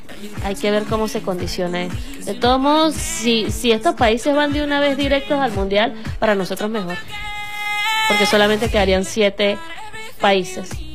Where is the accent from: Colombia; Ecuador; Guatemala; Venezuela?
Venezuela; Señor, somos los venezolanos.